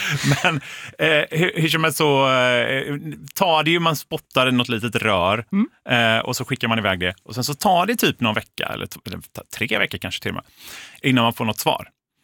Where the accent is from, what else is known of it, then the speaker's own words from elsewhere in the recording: Sweden; jag är väldigt tydligt svensk. Alltså det syns på mig.